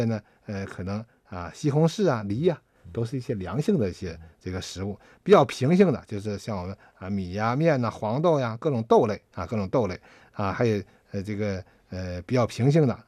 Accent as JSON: {"language": "Chinese", "region": "Sichuan", "country": "China", "said": "你像我们四川人呢"}